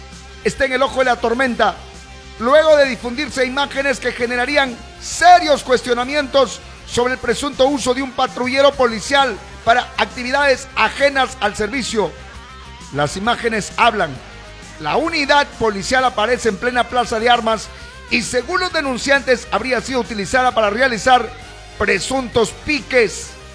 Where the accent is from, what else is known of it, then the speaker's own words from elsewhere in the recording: Cajamarca, Peru; Aquí nomás, como dicen allá mis paisanos en mi pueblito, aquisito nomás, en Cajamarca.